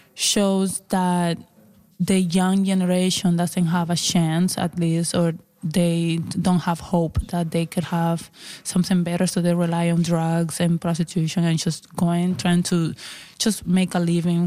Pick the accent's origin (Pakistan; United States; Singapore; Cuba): Cuba; And part of the poem as well is how I grew up in Cuba